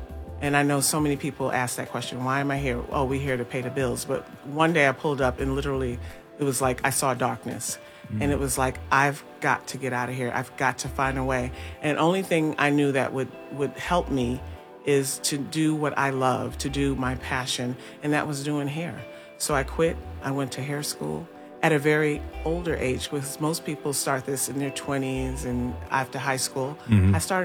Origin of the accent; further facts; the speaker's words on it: Chicago, Illinois, United States; moved away as an adult; also born or lived in New York; now in Atlanta, United States; I've been in Atlanta 31 years by way of Chicago. So I was raised in Chicago. Then I moved to Atlanta in 1995.